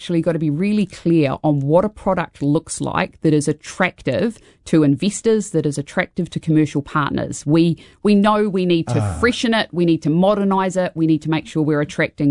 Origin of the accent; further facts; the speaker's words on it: New Zealand; as a New Zealander